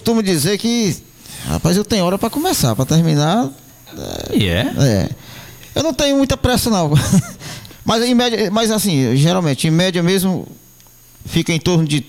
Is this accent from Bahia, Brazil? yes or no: no; Ceará, Brazil; born there; lá na minha região, lá no Ceará